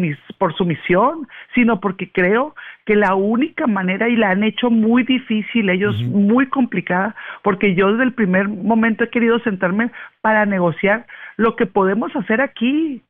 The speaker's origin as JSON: {"language": "Spanish", "region": "Sinaloa", "country": "Mexico", "tie": "born or raised there", "said": "aquí está el resto de mi familia, aquí me enseñaron a mí a amar mi tierra."}